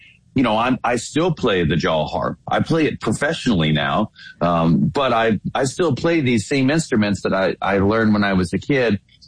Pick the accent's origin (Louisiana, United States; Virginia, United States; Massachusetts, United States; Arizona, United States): Virginia, United States; Well, like you mentioned, I grew up in Virginia, and Meriwether Lewis was this kind of understudy figure to Thomas Jefferson.